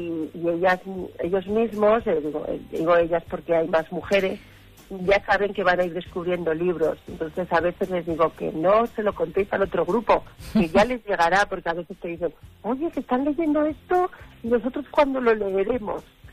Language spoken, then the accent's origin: Spanish; Conchel, Aragon, Spain